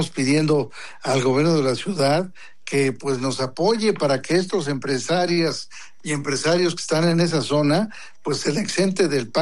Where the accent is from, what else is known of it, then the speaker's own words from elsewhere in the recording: Mexico City, Mexico; como capitalinos y como, sí, mexicanos